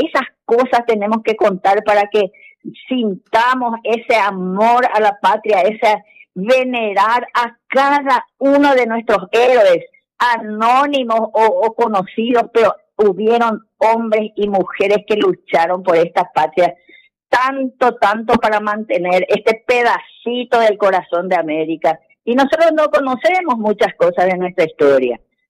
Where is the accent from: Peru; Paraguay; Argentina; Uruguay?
Paraguay; somos paraguayos